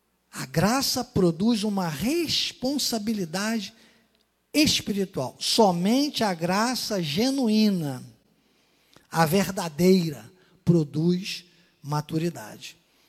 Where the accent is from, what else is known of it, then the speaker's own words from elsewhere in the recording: Durandé, Minas Gerais, Brazil; born there; Na carne eu nasci em Durandé, Minas Gerais. Durandé.